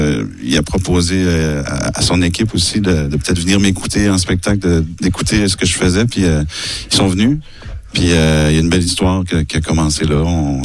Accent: Pointe-Verte, New Brunswick, Canada; on n'est pas beaucoup, on a une petite famille. Il y en a pas beaucoup de … Acadie. Puis on est tous de Pointe-Verte.

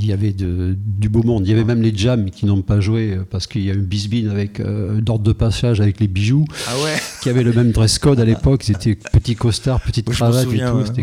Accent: Angers, Pays de la Loire, France; born there; also born or lived in Versailles / Marseille / Rodez; now in Toulouse, France; Je suis né à Angers. Après, j'ai habité à Versailles, à Marseille, à Rodez. Et en 77, on a posé les valises à Toulouse.

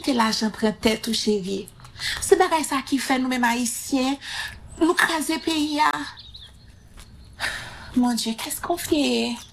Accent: Haiti; Les proverbes, c'est tellement beau, ça nous identifie en tant qu'haïtien.

